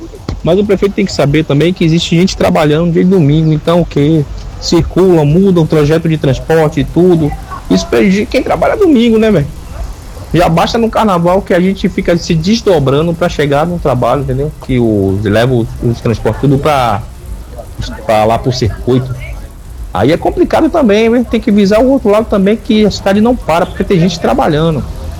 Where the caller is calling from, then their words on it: Salvador, Bahia, Brazil; de Mirante de Piripiri.